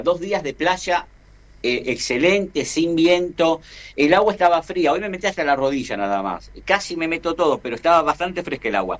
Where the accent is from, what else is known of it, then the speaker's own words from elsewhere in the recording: Argentina; no es lo que quisiera como argentino